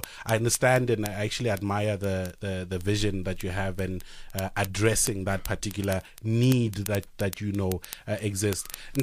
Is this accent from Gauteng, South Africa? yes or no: yes; Pretoria, Gauteng, South Africa; born there; moved away; also born or lived in Cape Town; Growing up in Pretoria and Atteridgeville, I learned how to play cricket on gravel. And it was when we moved to Cape Town where I was able to play on grass.